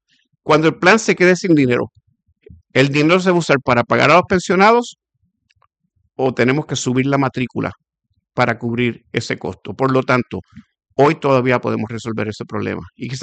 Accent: Puerto Rico; Yo soy un puertorriqueño, yo vivo en Puerto Rico, mis hijos viven aquí, van a la escuela aquí, y yo soy parte de la sociedad puertorriqueña, soy parte de las personas que nos levantamos a trabajar en Puerto Rico y pagamos contribuciones.

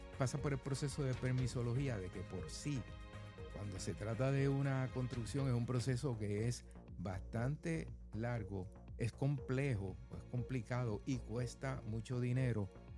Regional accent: Puerto Rico; Y como aquí en Puerto Rico nuestra cultura no nos gusta eso

